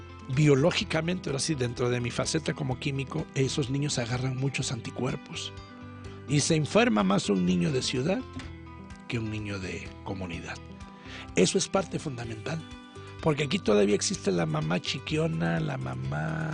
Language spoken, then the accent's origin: Spanish; Tuxtepec, Oaxaca, Mexico; born there; also born or lived in Mexico City; yo en mi comunidad allá en Tuxtepec desde pequeño